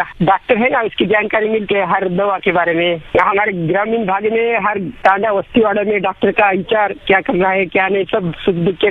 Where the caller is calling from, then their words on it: Khandagaon, Maharashtra, India; नांदेड़ महाराष्ट्र से बोल रहे हैं। नांदेड़ से हमारा गांव 60 किलोमीटर है।